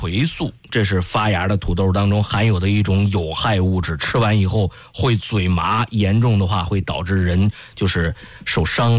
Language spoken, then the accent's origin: Chinese; Shandong, China; moved away; 平常我们老家啊，是山东啊